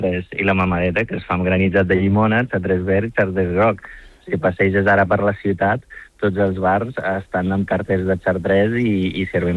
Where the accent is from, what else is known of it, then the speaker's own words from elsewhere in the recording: Morocco; Catalan is a second language; jo vinc al nord del Marroc